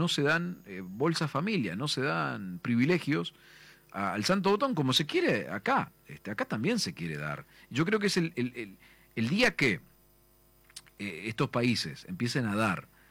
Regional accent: Uruguay; Nosotros acá en Uruguay somos mucho más españoles que los propios españoles de España.

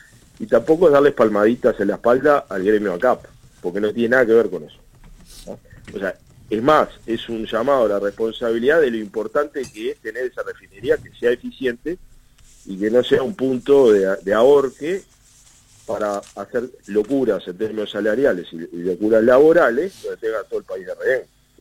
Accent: Uruguay; tomar buenas decisiones como uruguayos

